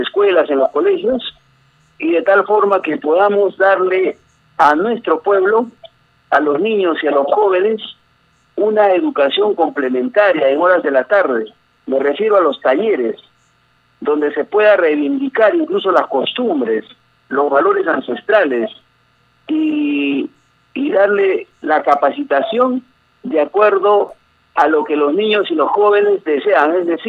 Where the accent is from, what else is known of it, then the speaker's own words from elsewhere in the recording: Ancash, Peru; mi pueblo, a mi distrito, y quizás lograr ser el distrito modelo en la región Ancash